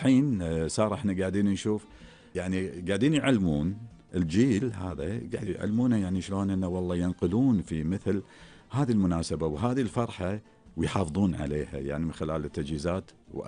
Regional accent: Kuwait

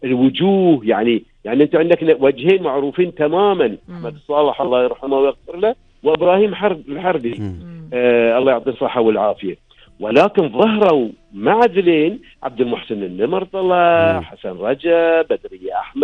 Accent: Kuwait

